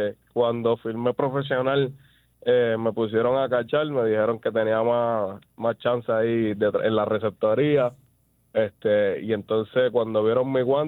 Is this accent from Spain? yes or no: no; Bayamón, Puerto Rico; Yo soy natural de Bayamón, sí.